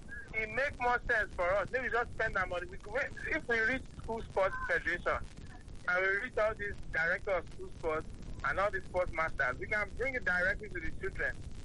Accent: Enugu, Enugu State, Nigeria; Yes, I'm from Enugu.

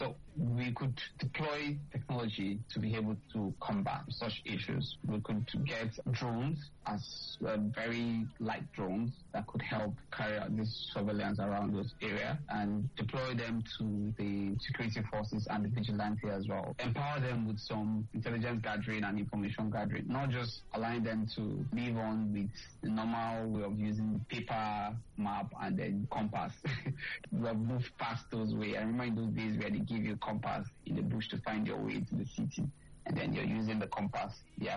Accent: Benue, Nigeria; I'm from Benue. Benue share border with some like Cameroon.

